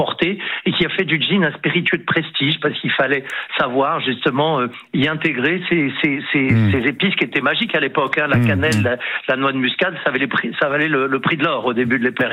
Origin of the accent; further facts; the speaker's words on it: France; en tant que Français, un petit coup de cocorico très rapide.